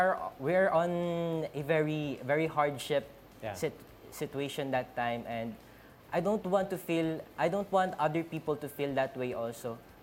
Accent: General Santos, Soccsksargen, Philippines; I felt bad to my hometown also

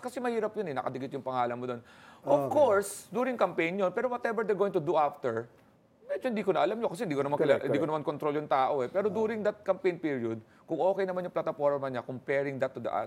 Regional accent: Taguig, Metro Manila, Philippines; taga-Taguig ako, pero doon ako sa Manila, doon ako sa Paranaque.

